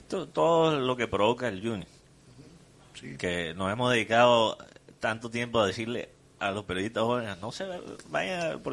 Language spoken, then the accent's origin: Spanish; Caribbean Region, Colombia; uno como colombiano caribeño